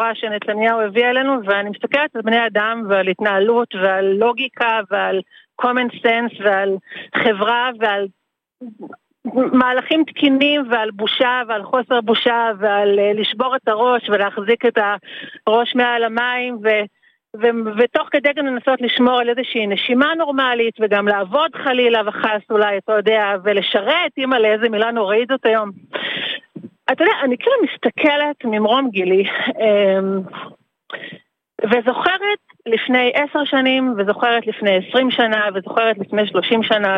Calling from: Central Israel, Israel; אני ממרכז הארץ.

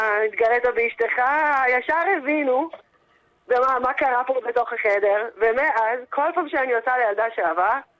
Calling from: Netanya, Central District, Israel; אני מנתניה

